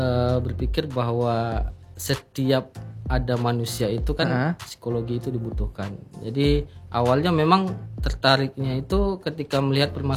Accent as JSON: {"language": "Indonesian", "region": "Riau", "country": "Indonesia", "said": "kalau saya asal itu dari Kuantan Singingi ya."}